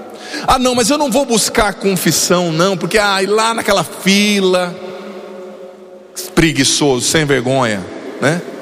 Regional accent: Paraná, Brazil; moved away as an adult; eu era um jovem, eu sou do Paraná, né? Tinha acho que 19, 20 anos na época.

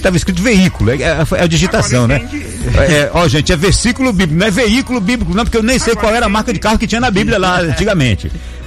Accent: Jatobá, Pernambuco, Brazil; now in São Luís, Brazil; Estou aqui em São Luís do Maranhão. Moro aqui há 7 anos, mas sou pernambucano da cidade de Jatobá, em Pernambuco.

